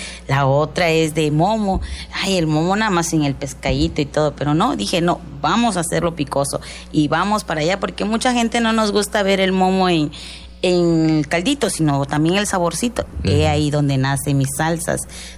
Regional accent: Mexico; usted sabe que somos mexicanos

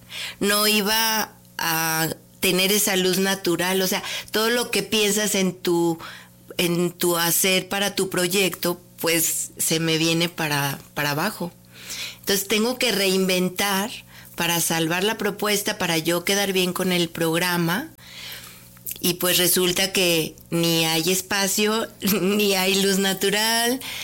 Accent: Aguascalientes, Mexico; con lo que yo vivo en mi entorno, en mi país, con lo que yo he crecido plásticamente en Aguascalientes

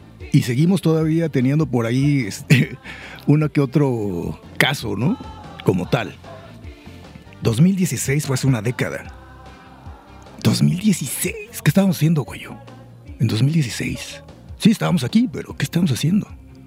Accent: San Andrés Tuxtla, Veracruz, Mexico; en los Tuxtlas, en San Andrés, en mi tierra

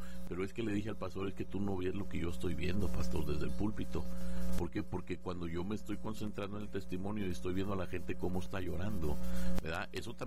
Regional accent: Jalisco, Mexico; Entonces, hasta yo me tengo que parar en ratitos y decir, no lloro porque soy de Jalisco, ¿verdad?

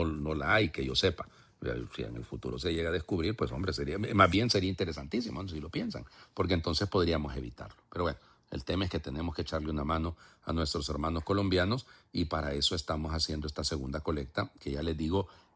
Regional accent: Honduras; somos especiales los hondureños en general y en nuestra arquidiócesis, pues más.

